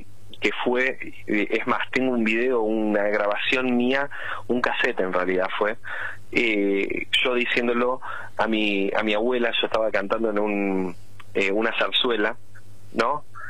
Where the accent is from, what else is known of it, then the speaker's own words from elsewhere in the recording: Argentina; moved away; yo me crié, me viví en la Argentina y me perfeccioné en la Argentina como cantante